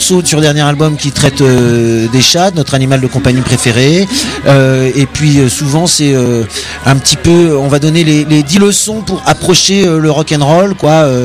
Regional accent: Nouvelle-Aquitaine, France; On vient d'Angoulême et Poitiers.

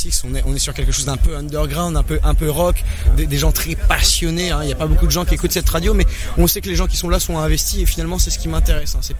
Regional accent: Caen, Normandy, France; Je suis de Caen.

